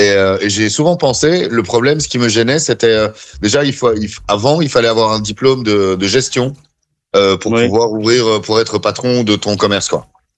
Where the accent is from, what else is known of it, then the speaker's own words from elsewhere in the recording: Belgium; now in France; Quand j'arrive au bar, moi, c'est ça. Le petit Belge